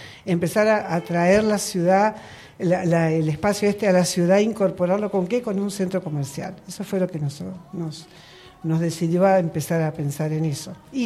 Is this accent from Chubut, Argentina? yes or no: no; Santa Rosa, La Pampa, Argentina; also born or lived in Rolón, La Pampa; now in Neuquén, Argentina; nos criamos en Santa Rosa y mi esposo también.